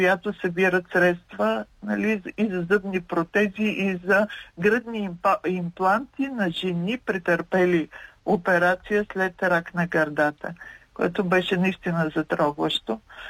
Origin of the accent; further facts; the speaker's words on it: Pleven, Pleven Province, Bulgaria; Аз съм от Плевен.